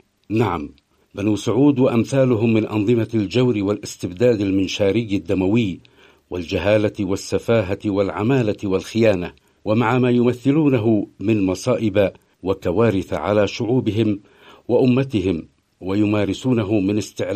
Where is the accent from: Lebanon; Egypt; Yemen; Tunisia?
Yemen; واقع معركتنا المصيرية المتواصلة اليوم مع هؤلاء جعلنا كيمنيين وكمحور مجاهد مقاوم عموما على المحجة البيضاء ليلها كنهارها.